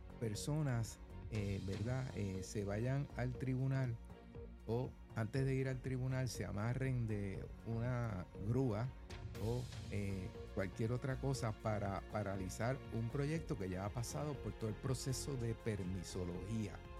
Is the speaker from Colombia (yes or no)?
no; Puerto Rico; Y como aquí en Puerto Rico nuestra cultura no nos gusta eso